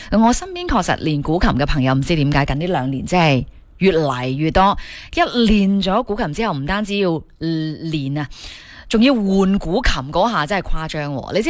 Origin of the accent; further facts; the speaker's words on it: Guangdong, China; 我呢个会唔会都系我哋广东人嗰种 DNA 里边带出嚟嘅嗰种操作啊？